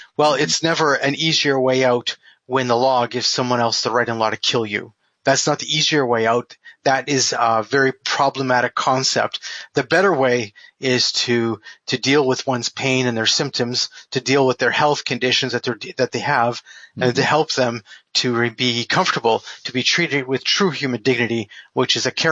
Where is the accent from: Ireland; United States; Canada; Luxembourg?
Canada; Well, I'm a Canadian.